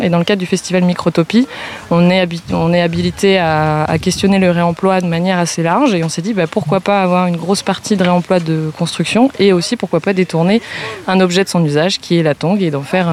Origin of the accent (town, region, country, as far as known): Grand Est, France; now in Nantes, France